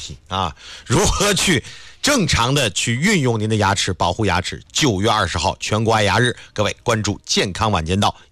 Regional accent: Northeast China, China; 按我们东北话讲，就睡觉打把式。

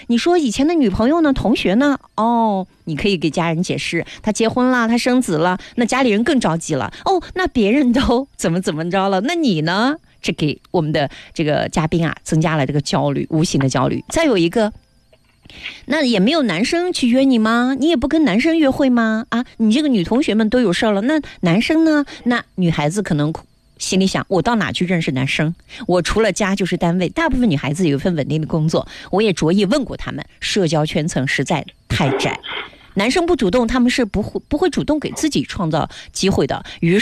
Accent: China

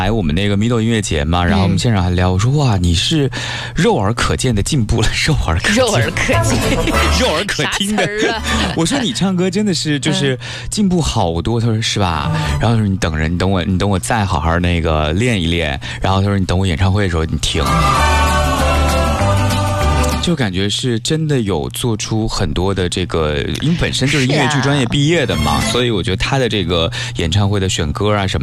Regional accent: Nanjing, Jiangsu, China; accent: Nanjing dialect

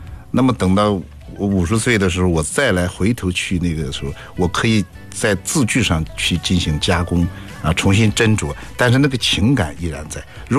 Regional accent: Zoucheng, Shandong, China; 到我的家乡这个邹城，就是孟子的老家。

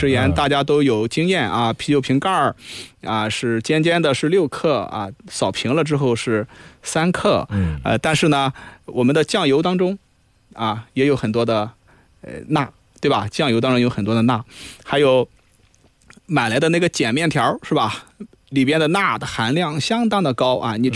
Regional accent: northern China, China; now in Nanjing, China; 我也是北方人啊，也是这么多年在南京啊，

